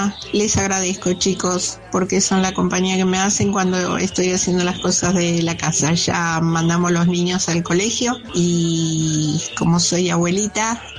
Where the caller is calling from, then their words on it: San Andrés, Argentina; de San Andrés, aquí escuchándolos